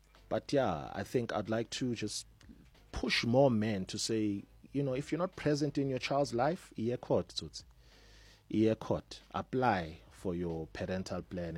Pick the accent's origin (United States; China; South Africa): South Africa; Soweto, Gauteng; being a guy born and raised in Soweto